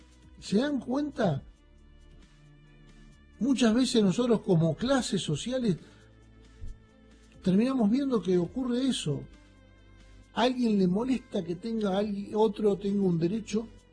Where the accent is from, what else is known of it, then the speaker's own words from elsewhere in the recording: La Pampa, Argentina; vengo del Fonavi. Vengo del Fonavi en una provincia donde la cantidad de vecinos de esta provincia, de coterráneos, de pampeanos